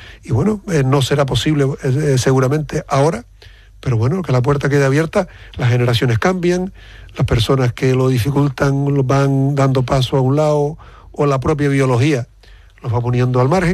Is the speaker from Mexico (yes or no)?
no; Canary Islands, Spain; Yo me siento canario de las ocho islas